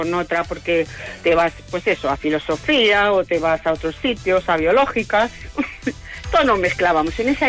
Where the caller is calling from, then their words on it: Madrid, Community of Madrid, Spain; somos de Madrid, pero nos hemos juntado aquí en Sigüenza, en una casita, amigos de la universidad